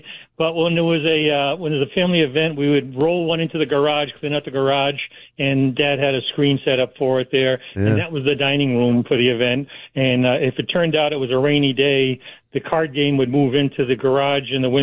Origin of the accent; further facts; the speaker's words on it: Woonsocket, Rhode Island, United States; also born or lived in Cumberland, Rhode Island; now in Wakefield, United States; I grew up in Cumberland and Woonsocket with all the Canucks from Montreal.